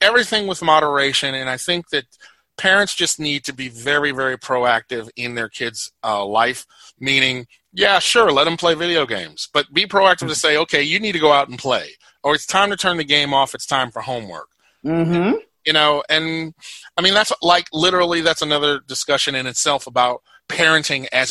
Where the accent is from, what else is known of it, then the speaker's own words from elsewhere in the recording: Chicago, Illinois, United States; I'm sitting here as a Chicagoan from the south side of Chicago